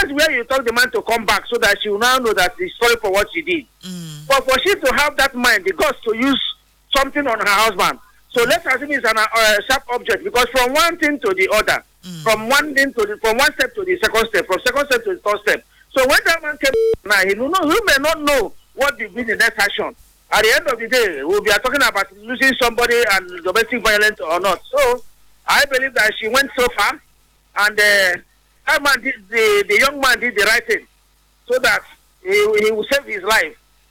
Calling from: Port Harcourt, Rivers, Nigeria; from Borokiri.

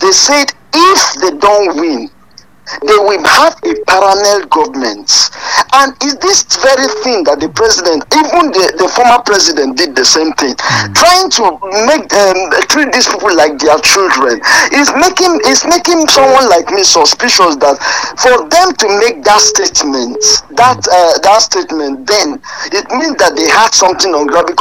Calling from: Apata, Oyo, Nigeria; calling from Apata.

